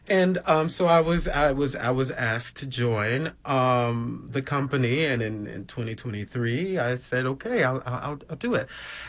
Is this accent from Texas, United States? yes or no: no; Georgia, United States